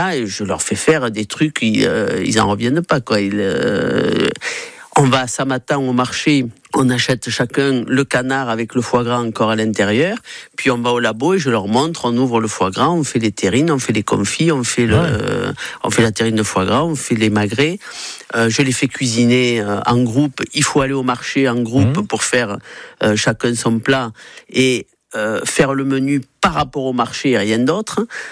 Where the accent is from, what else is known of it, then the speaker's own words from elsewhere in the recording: Gascony, France; Quand j'étais jeune en Gascogne, c'était vraiment l'entreprise du coin qui comptait. Quand ils venaient au restaurant chez mes parents